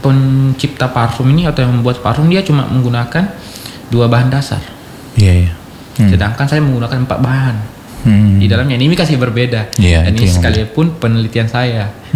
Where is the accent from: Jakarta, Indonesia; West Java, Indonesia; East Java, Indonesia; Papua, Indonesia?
East Java, Indonesia; Malang; born there; moved away; also born or lived in Baru; Kalau saya asli apa, lahir di Malang Pak.